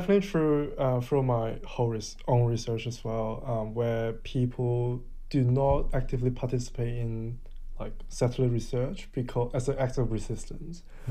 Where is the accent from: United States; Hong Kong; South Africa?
Hong Kong; people like us coming from Hong Kong